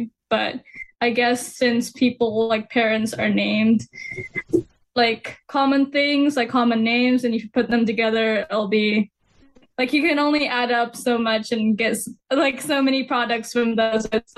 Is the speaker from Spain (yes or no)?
no; Kenya; moved away; also born or lived in Philippines; I'm a psychology major and I come from Kenya, but I was born in Philippines.